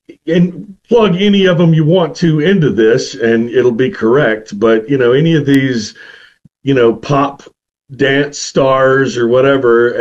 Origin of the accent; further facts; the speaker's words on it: Mississippi, United States; growing up in Mississippi, I grew up around those kind of crackly records, going through the tours of the Jimmy Rodgers Museum, or, you know, when my granddad would take me to Clarksdale